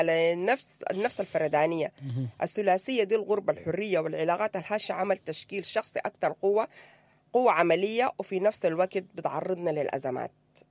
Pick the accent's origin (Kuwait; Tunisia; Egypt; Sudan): Sudan; هنا نحن كسودانيين بنعاين للحرية دي